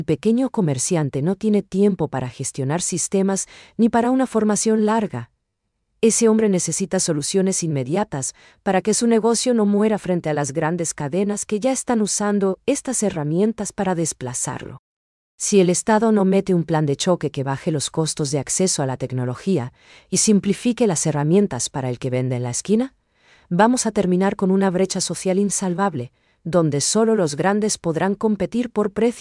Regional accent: Paraguay; ¿Estamos listos nosotros como paraguayos para dominar estas máquinas

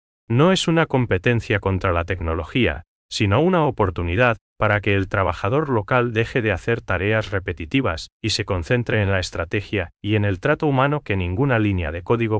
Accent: Paraguay; nos define como paraguayos

